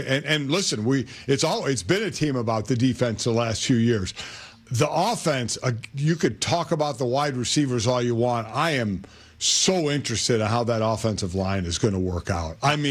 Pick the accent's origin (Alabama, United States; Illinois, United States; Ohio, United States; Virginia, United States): Ohio, United States; Cleveland; my hometown of Cleveland, Ohio.